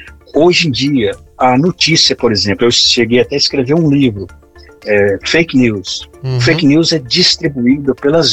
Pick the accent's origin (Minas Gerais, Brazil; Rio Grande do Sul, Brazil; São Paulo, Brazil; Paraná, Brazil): Minas Gerais, Brazil; Eu sou mineiro, caipira, cresci na roça, Eduardo. É nós, é o uai.